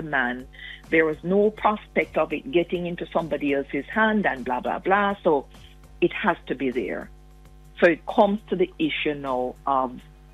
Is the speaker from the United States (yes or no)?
no; Westmoreland, Jamaica; When I was growing up in Westmoreland